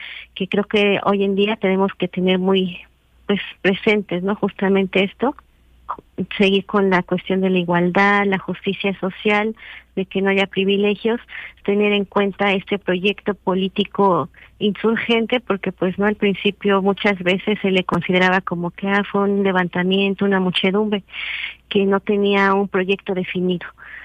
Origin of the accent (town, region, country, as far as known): Mexico